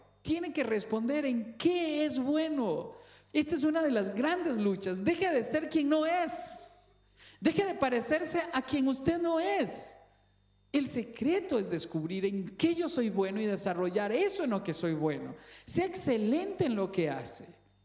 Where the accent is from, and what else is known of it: Cañas, Guanacaste, Costa Rica; born or raised there